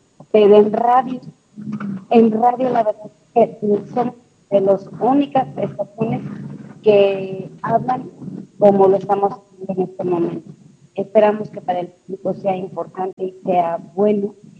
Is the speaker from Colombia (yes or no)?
no; Mexico